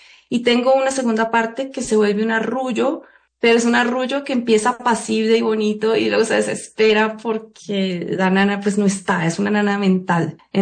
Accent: Cali, Valle del Cauca, Colombia; mi ciudad natal, que es Cali, está en el Pacífico colombiano. Entonces yo siempre estuve rodeada de la cultura afrocolombiana

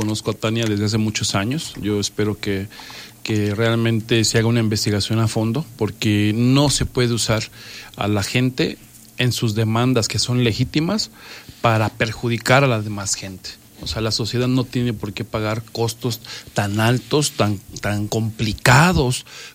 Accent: Mexico

